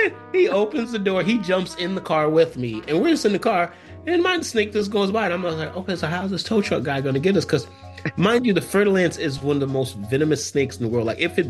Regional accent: New York, United States; moved away as an adult; now in Los Angeles, United States; I'm from New York. I don't care. Even though I live in LA now, at the time I was living in New York.

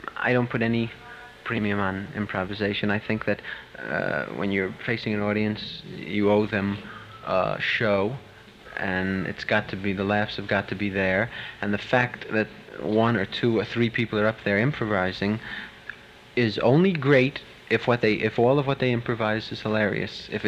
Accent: New York City, New York, United States; I am from Brooklyn

